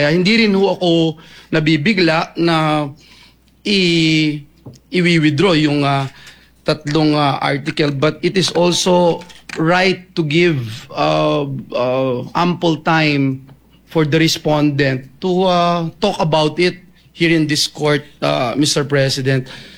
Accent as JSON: {"language": "Tagalog", "region": "Central Luzon", "country": "Philippines", "said": "sabi ho ng matatanda sa amin sa Bulacan, ang naglalakad ng matulin kung matinik ay malalim."}